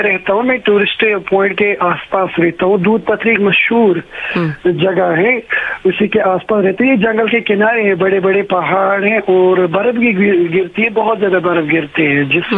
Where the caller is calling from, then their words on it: Jammu and Kashmir, India; मैं सेंट्रल कश्मीर से बात कर रहा हूँ, जिला बड़गाम में हमारा गांव पड़ता है।